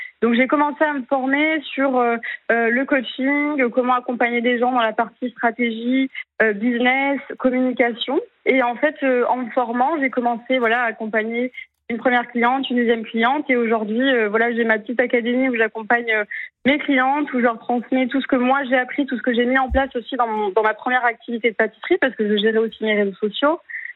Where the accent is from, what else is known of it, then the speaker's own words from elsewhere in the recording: Saint-Pierre, Réunion; moved away as an adult; also born or lived in Toulouse; now in Montpellier, France; moi je suis née à Toulouse, mais par contre j'ai grandi 20 ans à La Réunion.